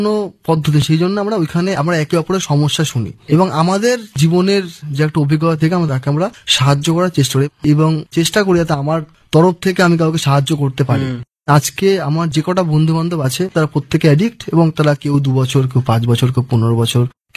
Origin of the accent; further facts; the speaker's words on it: Shyamnagar, West Bengal, India; now in Kolkata, India; আমার বাড়ি শ্যামনগর, আমার কলকাতা তো এক আত্মীয়ের বাড়ি আছে